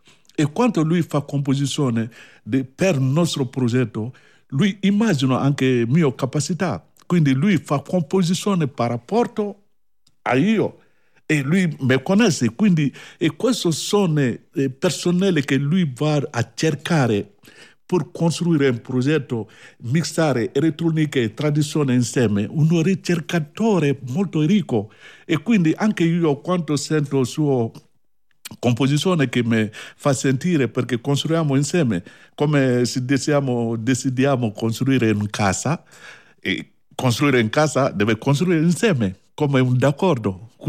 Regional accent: Mali; born there; Italian is a second language; moved away; Io è vero che sono nato a Mali da una famiglia griot, io sono griot, e vivo con mia cultura e mia tradizione.

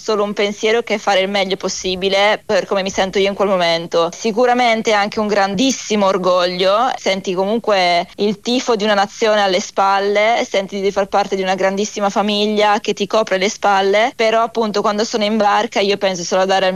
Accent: Brescia, Lombardy, Italy; now in Cagliari, Italy; Vengo da Brescia, fortunatamente ho un aeroporto comodo

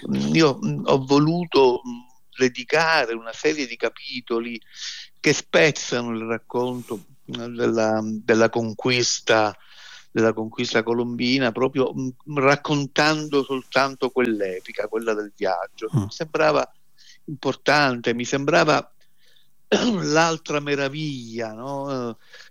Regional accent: Palermo, Sicily, Italy; born there; anche nostalgica, perché sono nato a Palermo, quindi possedevo anche una piccola barchetta, quindi lo frequentavo spesso e sento una profonda nostalgia per il mare.

